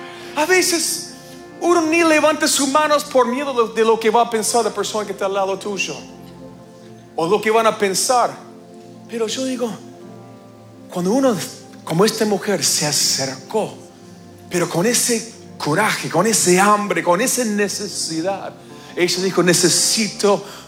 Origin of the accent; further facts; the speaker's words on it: Argentina; Digo ganamos porque también soy argentino y terminé cantando en cabildo como todos los locos.